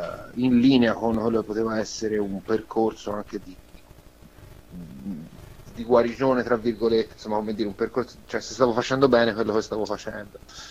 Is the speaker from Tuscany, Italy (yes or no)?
yes; Montemurlo, Tuscany, Italy; Io sono di Prato, nello specifico Montemurlo